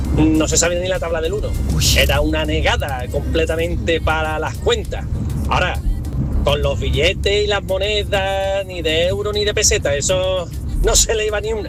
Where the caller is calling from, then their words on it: Cádiz, Andalusia, Spain; de Cádiz.